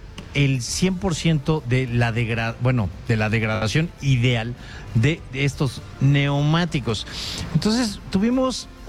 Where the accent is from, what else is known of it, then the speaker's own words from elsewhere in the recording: Mexico; que le decimos aquí en México